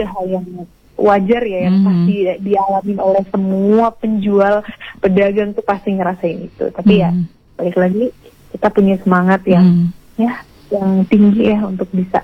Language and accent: Indonesian; East Nusa Tenggara, Indonesia; Karena memang aku dari kecil di NTT